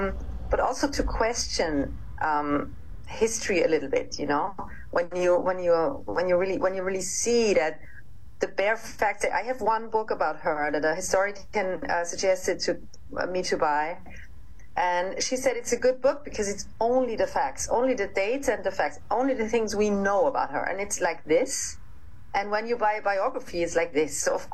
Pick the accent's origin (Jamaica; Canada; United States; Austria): Austria; growing up in Austria, Sissi is everywhere.